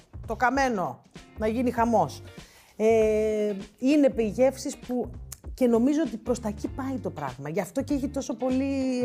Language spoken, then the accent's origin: Greek; Central Greece, Greece; διατροφικά μεγάλωσα στη Βιωτία